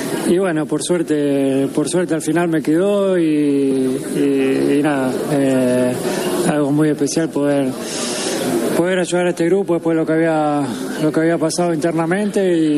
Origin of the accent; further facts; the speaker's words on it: Argentina; demuestra cada día lo que somos como argentinos, el orgullo que nos da y nada, muy feliz.